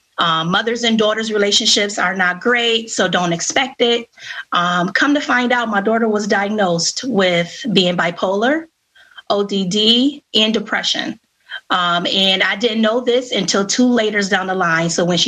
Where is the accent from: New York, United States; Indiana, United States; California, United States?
New York, United States; Rochester; And I am born and raised in Rochester, New York. I am a mother of three, 23, 12, and 3 years old.